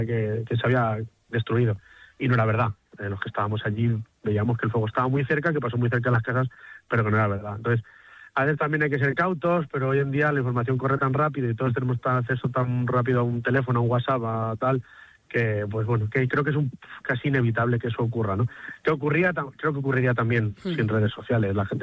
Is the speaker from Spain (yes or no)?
yes; Madrid, Community of Madrid, Spain; born there; Mi padre nació en el pueblo y yo soy de esa generación de hijos del éxodo rural, que nací en Madrid y que hace casi ya 10 años decidí volver junto a mi mujer